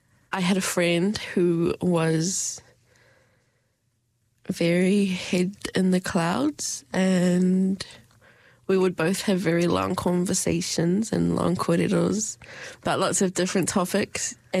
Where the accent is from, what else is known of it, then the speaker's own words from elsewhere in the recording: Auckland, New Zealand; moved away as an adult; now in Dunedin, New Zealand; I grew up in Auckland and I still wanted to stay in New Zealand